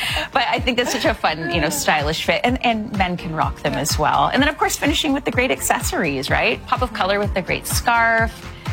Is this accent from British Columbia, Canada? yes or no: no; Hamilton, Ontario, Canada; my hometown, Hamilton.